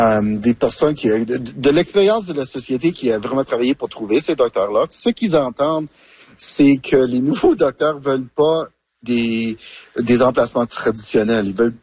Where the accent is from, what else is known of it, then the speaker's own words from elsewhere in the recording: Alberta, Canada; comme Quadra, moi je viens de l'Alberta.